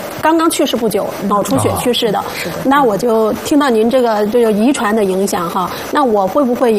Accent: Hunan, China; 曾国藩是我们湖南人，

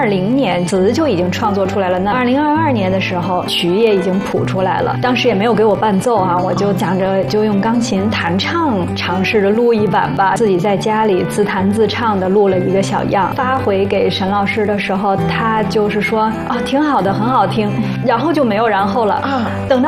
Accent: Beijing, China; 我从小在北京长大嘛

